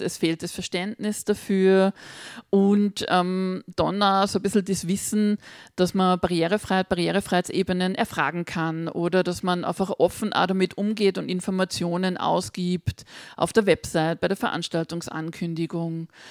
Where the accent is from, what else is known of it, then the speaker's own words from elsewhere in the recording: Salzburg, Austria; accent: Pinzgau dialect; Gibt es auch im Pinzgerischen, wo ich herkomme? Ist ein, gute Worte haben wir im Dialekt.